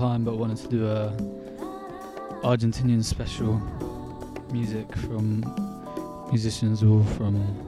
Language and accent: English; London, United Kingdom; My parents being from Buenos Aires, they've shown me a lot of music from there as I grew up in London.